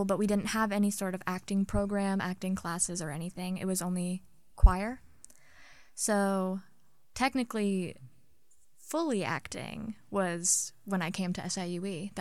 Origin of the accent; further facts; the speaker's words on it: Staunton, Illinois, United States; I am from Staunton, Illinois, which is about, 30 minutes from Edwardsville. I've lived there my whole life.